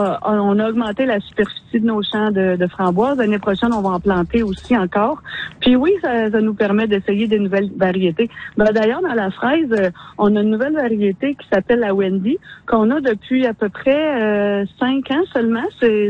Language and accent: French; La Pocatière, Quebec, Canada; On n'a pas nécessairement une terre à bleuets ici, chez nous, à la Pocatière, proche du fleuve, parce qu'on est dans l'argile.